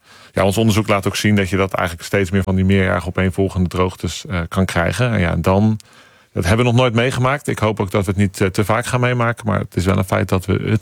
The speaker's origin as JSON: {"language": "Dutch", "country": "Netherlands", "said": "Dus daar moeten wij als Nederlander ook een acceptatie voor gaan ontwikkelen."}